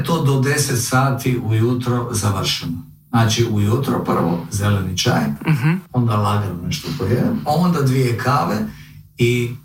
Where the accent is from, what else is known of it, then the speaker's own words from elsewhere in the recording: Zagreb, City of Zagreb, Croatia; born there; also born or lived in Molve, Podravina; now in Dubrovnik, Croatia; Ja sam rođen u Zagrebu i sam rođen u Zagrebu. Ali se osjećam Podravac, Bolvarac. Moj otac je rođen u Bolvama. I ja sam rođen u Zagrebu, jer je to jednostavno bilo tako. Ali u svom srcu ja sam Molvarac, Podravac i tako se osjećam.